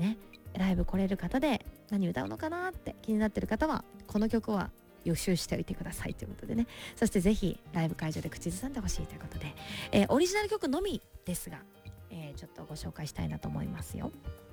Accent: Miyazaki, Japan; moved away; 宮崎なんで、ね、私の地元でございます、

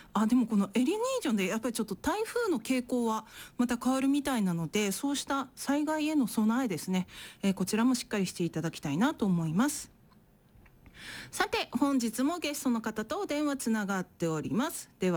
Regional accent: Tokushima, Japan; 私は四国徳島のど田舎生まれど田舎育ちの人間なので、

